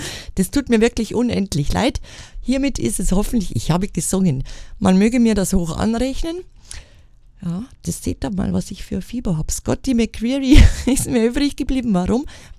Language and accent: German; Bavaria, Germany; Ich bin zwar Frau und ich komme auch aus Bayern